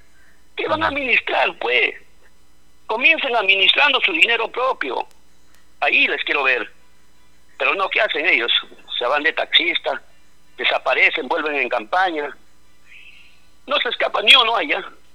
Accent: Mazamari, Junín, Peru

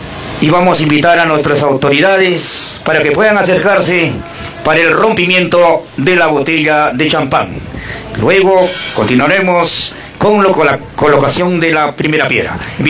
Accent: Mirave, Tacna, Peru; Quiero agradecer a todos mis hermanos de Mirabe, porque yo también soy mirabeño.

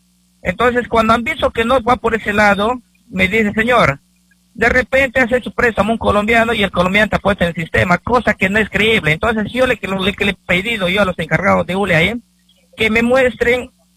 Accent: Loreto, Peru; now in Iquitos, Peru; Nosotros venimos de Río Napo acá a Iquitos.

